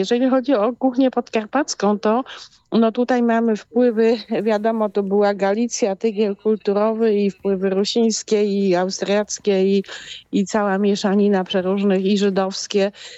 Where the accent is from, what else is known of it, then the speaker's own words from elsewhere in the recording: Lesser Poland, Poland; u nas w Małopolsce mówimy na to sznycle